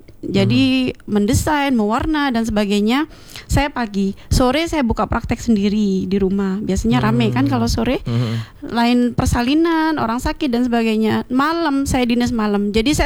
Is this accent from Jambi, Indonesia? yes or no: no; Kalisat, East Java, Indonesia; saya ingin mengangkat nama desa saya. Saya kira memang di Indonesia ini nggak ada lagi ya nama Pocangan kecuali di desa saya.